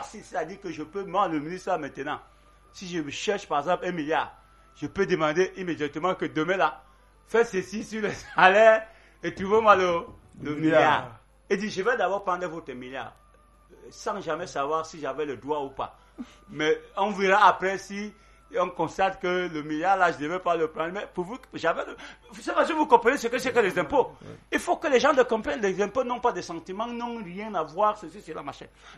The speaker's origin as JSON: {"language": "French", "country": "Cameroon", "said": "Nous sommes des Camerounais."}